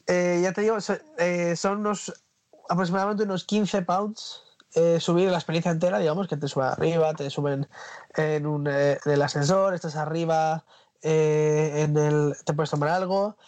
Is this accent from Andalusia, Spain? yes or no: no; Murcia, Region of Murcia, Spain; yo soy de Murcia.